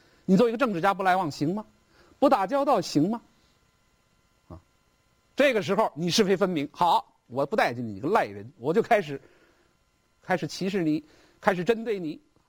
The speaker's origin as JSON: {"language": "Chinese", "country": "China"}